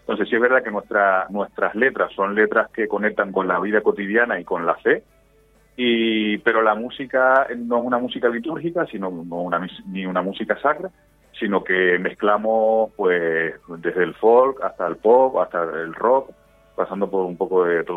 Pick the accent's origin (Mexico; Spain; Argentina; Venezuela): Spain; Santa Cruz de Tenerife, Canary Islands; moved away as an adult; now in Los Realejos, Spain; Nosotros somos de Santa Cruz, lo que pasa es que yo llevo ya 20 y pico años viviendo aquí en Los Ralejos.